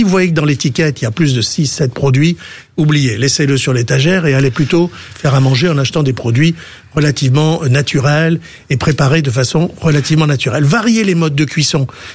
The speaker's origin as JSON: {"language": "French", "country": "Tunisia", "moved": "yes", "said": "Moi, je viens de Tunisie"}